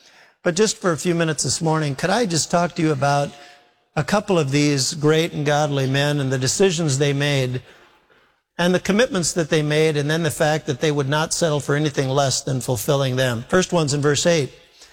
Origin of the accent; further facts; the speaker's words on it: Minneapolis, Minnesota, United States; and I'm from Minneapolis, but I have never, ever been colder in all of my life.